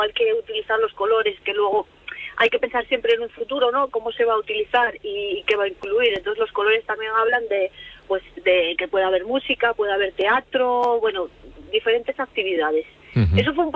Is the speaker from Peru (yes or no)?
no; El Entrego, Asturias, Spain; Soy del Entrego, pero es un paisaje, los Talleres del Conde es un paisaje que llevo viendo toda la vida.